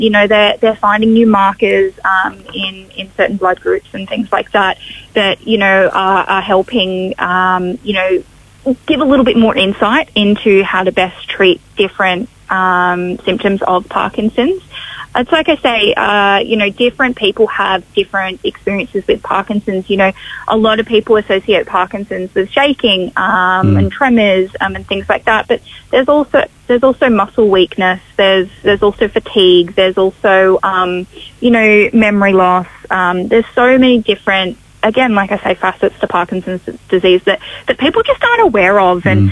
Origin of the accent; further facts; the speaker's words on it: Tasmania, Australia; moved away; also born or lived in United Kingdom; I'm from Tassie originally. And when she passed, I was actually living overseas in the UK.